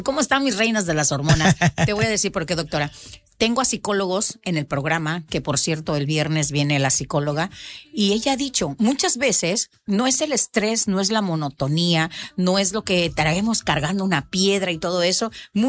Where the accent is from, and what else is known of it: Mexico